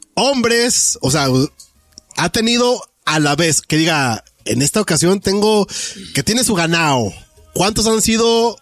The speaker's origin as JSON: {"language": "Spanish", "town": "Santiago Papasquiaro", "region": "Durango", "country": "Mexico", "said": "un saludo para todos los de Santiago Papasquiaro, mi tierra tan querida."}